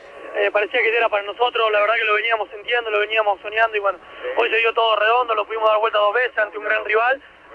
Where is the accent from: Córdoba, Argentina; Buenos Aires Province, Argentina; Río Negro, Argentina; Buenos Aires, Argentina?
Córdoba, Argentina; Soy cordobés.